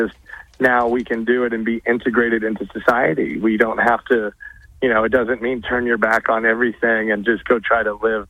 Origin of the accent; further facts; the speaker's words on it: United States; I'm an American